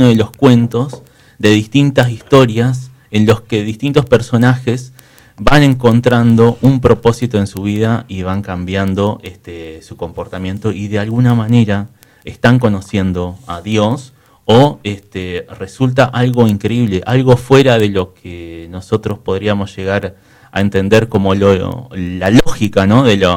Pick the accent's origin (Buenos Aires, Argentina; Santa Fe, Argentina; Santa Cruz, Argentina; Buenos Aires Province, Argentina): Santa Cruz, Argentina; Río Gallegos; Y yo le digo, de Río Gallegos.